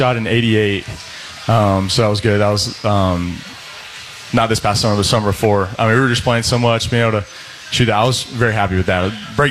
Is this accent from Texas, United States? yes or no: yes; Dallas, Texas, United States; born there; also born or lived in Plano; I'm from Dallas, so I'm a Cowboys fan.